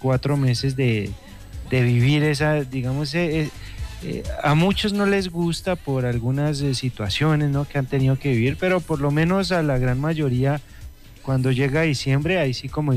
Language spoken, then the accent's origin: Spanish; Boyacá, Colombia